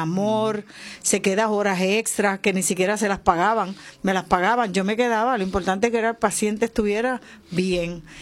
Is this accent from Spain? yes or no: no; Aguada, Puerto Rico; born there; Le di servicio a mi pueblo, por lo que yo siempre he amado Aguada